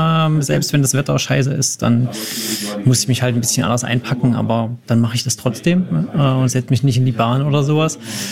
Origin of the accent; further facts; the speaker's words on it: Leipzig, Saxony, Germany; komme hier aus Leipzig, bin, wie du schon gesagt hast, zum zweiten Mal dabei.